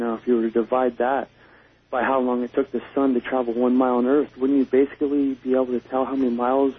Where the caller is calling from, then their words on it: Oshawa, Ontario, Canada; I'm calling from Oshawa, Ontario, Canada.